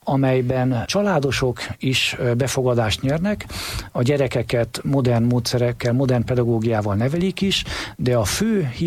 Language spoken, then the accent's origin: Hungarian; Veszprém, Veszprém County, Hungary; Veszprémi gyerek vagyok